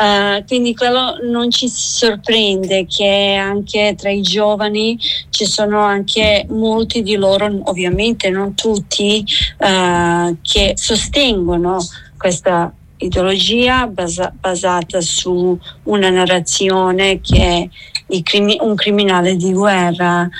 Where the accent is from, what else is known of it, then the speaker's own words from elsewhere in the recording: Serbia; Italian is a second language; moved away; che sono serba